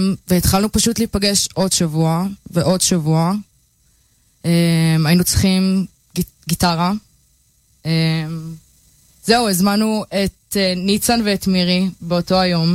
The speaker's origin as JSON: {"language": "Hebrew", "town": "Tzafria", "region": "Central District", "country": "Israel", "also_born_or_lived": "Bat Yam / Plymouth, England", "moved": "as an adult", "lives_now": "London, United Kingdom", "said": "במקור אני ממושב צפריה, זה מושב דתי קטן ליד שדה תעופה וליד כפר חבד. באזור גיל 13, התחיל מרד הנאורים שלי, הייתי מסתובבת בתל אביב."}